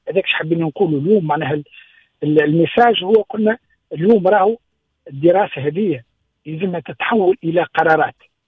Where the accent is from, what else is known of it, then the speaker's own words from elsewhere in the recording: Tunisia; احنا مدين يدينا احنا ولاد تونس واحنا العقل المدبر في الامور هذه